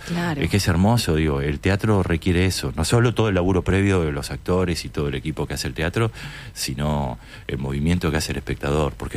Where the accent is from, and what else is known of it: Argentina